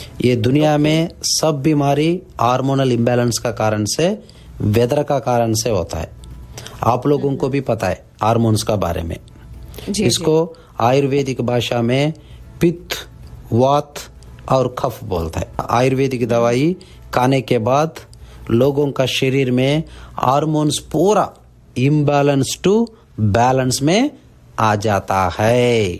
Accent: South India, India; now in Canada; मैं south India से हूँ.

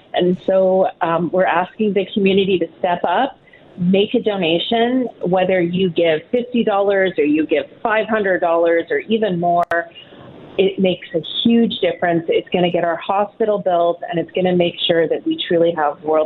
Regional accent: Mississauga, Ontario, Canada; I grew up in Mississauga. I've worked in Mississauga most of my life.

